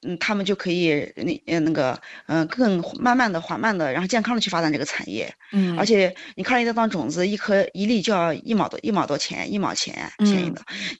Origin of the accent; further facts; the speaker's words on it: Xinyuan County, Ili, Xinjiang, China; also born or lived in Chongqing; now in Beitun, Altay, China; 因为我也是新疆人，在新疆出生、新疆长大，但是我们家是新疆伊犁兴源县的，